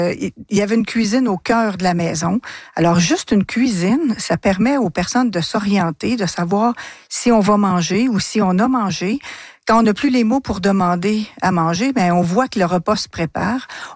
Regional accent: Trois-Rivières, Quebec, Canada; Moi, je suis de Trois-Rivières et depuis l'âge de 21 ans, j'accompagne des personnes qui vivent avec la maladie d'Alzheimer

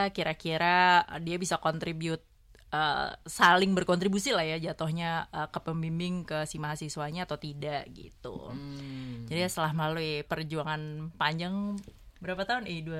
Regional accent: Jakarta, Indonesia; moved away as an adult; now in Australia; karena lahir dan besar di Jakarta, aku dan A, jadi keluarga dan keluarga besar semua di Jakarta.

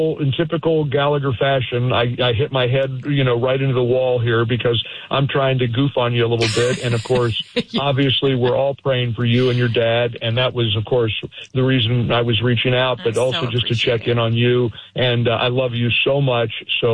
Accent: Midwest, United States; born there; moved away as an adult; when you're a kid growing up in the Midwest and you want to be a broadcaster, you dream of getting a job in New York or Los Angeles.

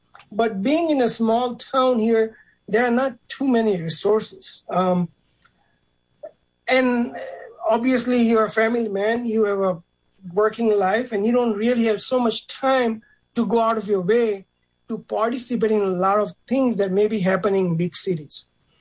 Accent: India; born or raised there

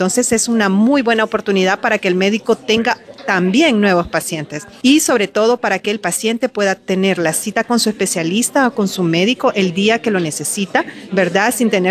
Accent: Choluteca, Honduras; como hondureña y vengo de Choluteca

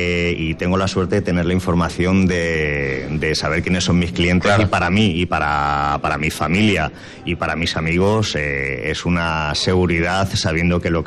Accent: Castilla-La Mancha, Spain; now in Huelva, Spain; Porque yo de origen soy, por ejemplo, manchego, y en mi tierra sí hay sequía

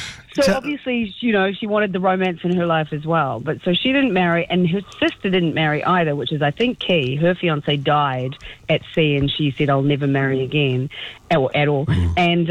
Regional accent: New Zealand

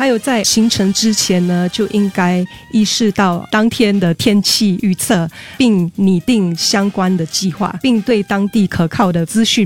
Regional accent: Singapore; 我们也是新加坡人嘛，

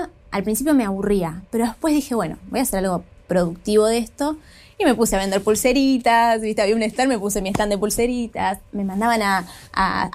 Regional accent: Villa Carlos Paz, Córdoba, Argentina; Nací en un teatro, tal cual. Bueno, soy de Carlos Paz y mi familia tiene su productora. Y la realidad es que sí, mi infancia fue en un teatro.

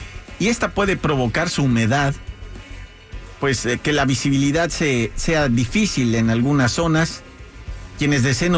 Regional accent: Oaxaca, Mexico; born there; Soy bebé eclipse de Oaxaca. Oh. Sí, había eclipse en Oaxaca y mi mamá tuvo que hacer todo eso.

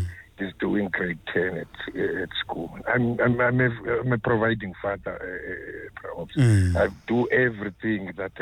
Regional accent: Eastern Cape, South Africa; now in Johannesburg, South Africa; I'm in Joburg. I'm staying in Eastern. I'm from the Eastern Cape.

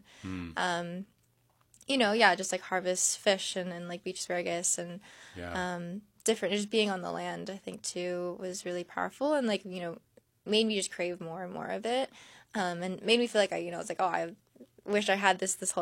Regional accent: Santa Clarita, California, United States; also born or lived in San Diego, California; I grew up in Santa Clarita, California. It's like just north of LA.

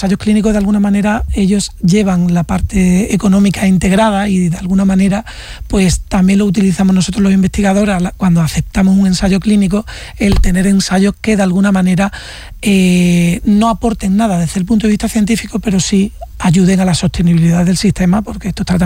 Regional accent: Extremadura, Spain; also born or lived in Córdoba; now in Málaga, Spain; yo soy extremeño, realmente.

